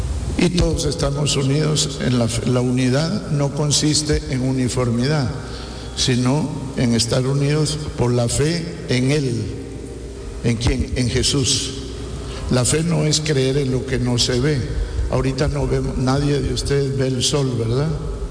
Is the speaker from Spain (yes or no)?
no; Zacapa, Guatemala; por aquí en mi pueblito, o decían la tranca del piaje, porque ahí en Santa Cruz, ahí en Pasabien